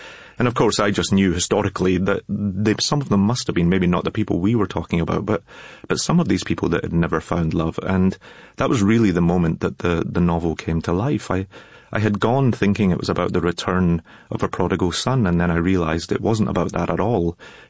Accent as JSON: {"language": "English", "town": "Glasgow", "region": "Scotland", "country": "United Kingdom", "tie": "born or raised there", "said": "I am a Scotsman who grew up in Glasgow"}